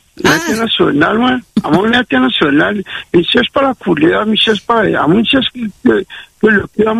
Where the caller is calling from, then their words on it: Lyon, Auvergne-Rhône-Alpes, France; j'habite à Lyon, moi.